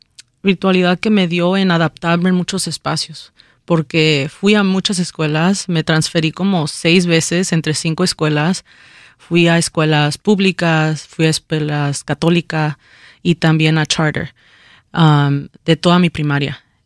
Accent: Chicago, Illinois, United States; porque nací en Back of the Yards, nací enfrente de, y viví enfrente de San José.

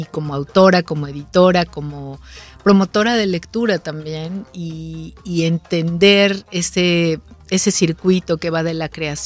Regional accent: Cuernavaca, Morelos, Mexico; Mis primeros trabajos tienen que ver con fundar una biblioteca en la ciudad en la que crecí, en Cuernavaca, Morelos.

